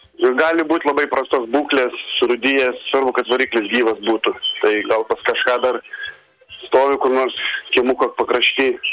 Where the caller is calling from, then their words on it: Kaunas, Kaunas County, Lithuania; Aš iš Kauno